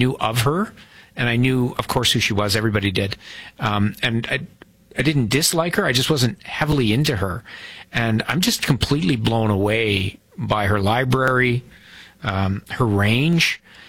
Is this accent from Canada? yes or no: yes; Toronto, Ontario, Canada; who I might have listened to when I was growing up in Toronto on CFNY